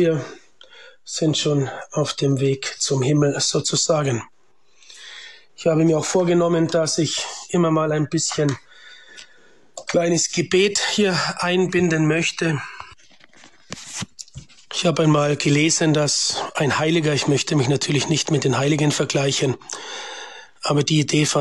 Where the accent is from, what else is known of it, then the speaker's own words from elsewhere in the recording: Bavaria, Germany; now in Liechtenstein; Sie hören … ich bin 48 Jahre alt, bin aus Bayern und wohne und arbeite als Diözesanpriester im kleinen Erzbistum Vaduz in Liechtenstein.